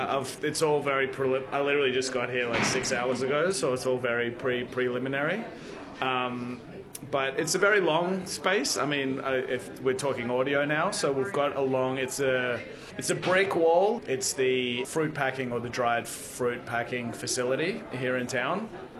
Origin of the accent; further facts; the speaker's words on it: Brisbane, Queensland, Australia; I do really enjoy working in Australia and working in my hometown, whether it's in Brisbane or regional community.